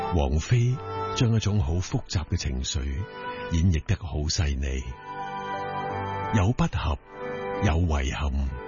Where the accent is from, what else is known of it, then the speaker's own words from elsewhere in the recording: Shanghai, China; Cantonese is a second language; 作为上海人，亦都是通过港乐来到学习粤语，慢慢感受到粤语歌曲的意味深长。